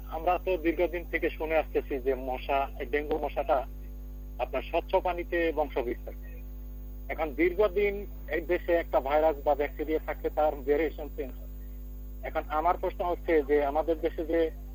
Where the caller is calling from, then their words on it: Tangail, Dhaka Division, Bangladesh; টাঙ্গাইল থেকে।